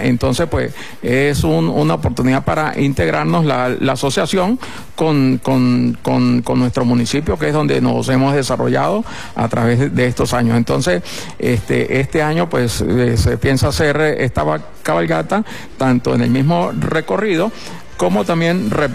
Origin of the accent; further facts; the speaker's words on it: El Vigía, Mérida, Venezuela; los que crecimos acá en el Vigía